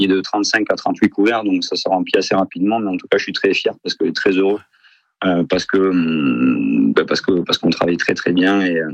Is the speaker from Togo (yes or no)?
no; Langon, Nouvelle-Aquitaine, France; et ma région, parce que moi je suis originaire de Langon, où on a des produits qui sont extraordinaires